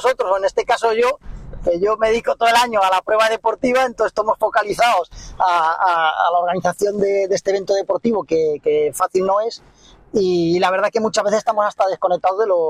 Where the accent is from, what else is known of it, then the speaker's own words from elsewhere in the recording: Vigo, Galicia, Spain; moved away as an adult; now in Almería, Spain; yo soy gallego, soy de Vigo.